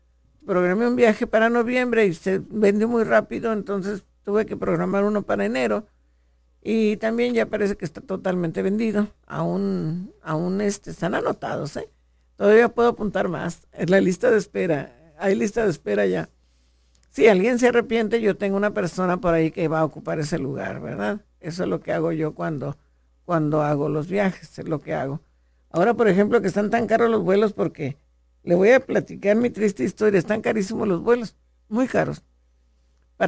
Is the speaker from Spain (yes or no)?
no; Mexico; como buenos mexicanos, que crecimos con esta música